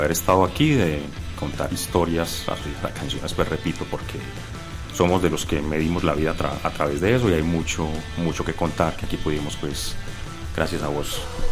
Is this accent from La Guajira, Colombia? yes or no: no; La Ceja, Antioquia, Colombia; yo soy del municipio de La Ceja.